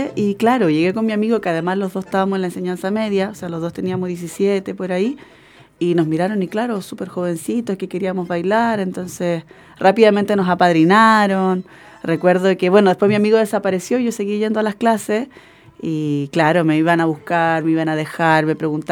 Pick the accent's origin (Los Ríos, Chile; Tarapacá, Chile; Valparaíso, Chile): Tarapacá, Chile; Iquique; yo soy de Iquique.